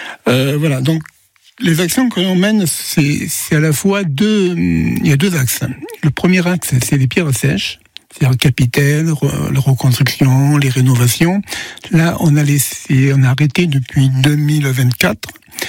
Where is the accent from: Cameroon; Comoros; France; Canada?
France; Occitanie; moved away; je suis originaire du Gard